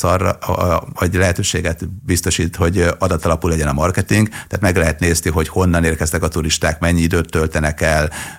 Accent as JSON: {"language": "Hungarian", "town": "Sopron", "region": "Győr-Moson-Sopron", "country": "Hungary", "tie": "born or raised there", "said": "Sopron is egy igazi ékszerdoboz szerintem, vagy a szülővárosom"}